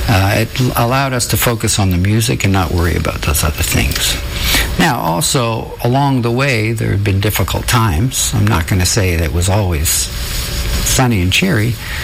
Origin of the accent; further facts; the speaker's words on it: Canada; The curse of being Canadian is being nice, right?